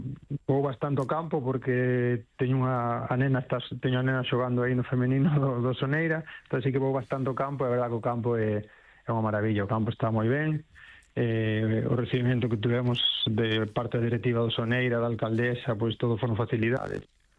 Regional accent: Galicia, Spain; Sí, claro, que son da Costa, como sempre digo, e presumo de ser da Costa, pois claro que sí.

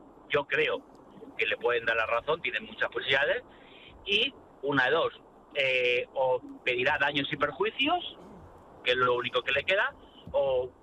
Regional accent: Madrid, Community of Madrid, Spain; aunque soy madrileño, como bien sabéis

